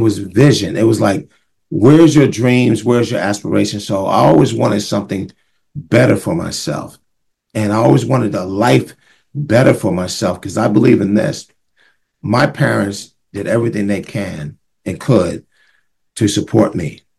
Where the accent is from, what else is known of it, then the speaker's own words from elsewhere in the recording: Montclair, New Jersey, United States; As I said, I'm from Montclair, New Jersey.